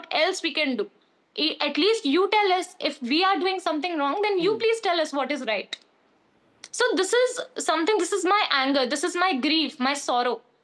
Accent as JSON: {"language": "English", "country": "India", "said": "I'm an Indian, you know, I'm an Indian citizen."}